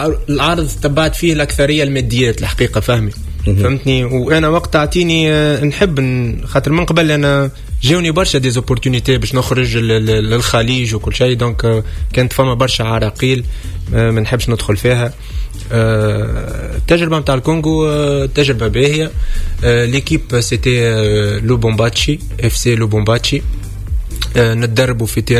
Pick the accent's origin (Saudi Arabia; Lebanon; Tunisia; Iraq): Tunisia; moved away as an adult; now in Philippines; كي يسالك يقول لك انت منين تقول له تونسي